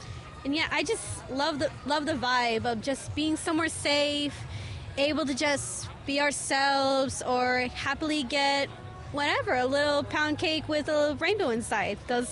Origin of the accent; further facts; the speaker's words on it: Oxnard, California, United States; I'm from Oxnard, California.